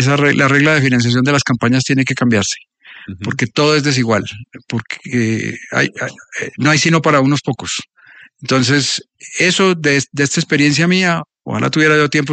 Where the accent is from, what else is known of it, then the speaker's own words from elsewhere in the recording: Medellín, Antioquia, Colombia; Este fin de semana estuve en Medellín, en mi tierra